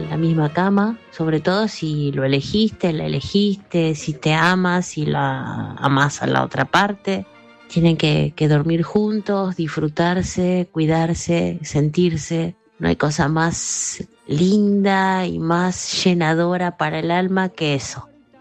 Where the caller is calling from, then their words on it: Caballito, Buenos Aires, Argentina; Espero que gane Argentina. … de Caballito.